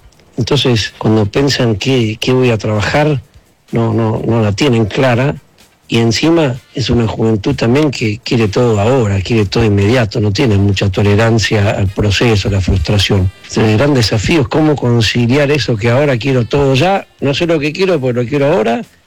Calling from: Buenos Aires, Argentina; soy … de Almagro

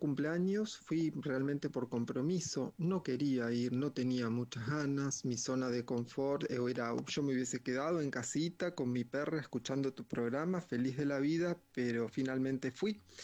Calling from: Acasuso, Buenos Aires Province, Argentina; Hola Luisa, buenas noches … de Acasuso

